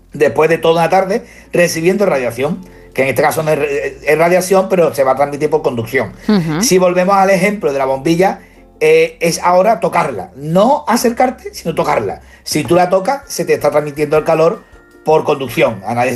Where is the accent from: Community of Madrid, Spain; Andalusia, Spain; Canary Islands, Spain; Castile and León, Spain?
Andalusia, Spain; Seville; Sevilla, yo no he vivido esa juventud y esa infancia.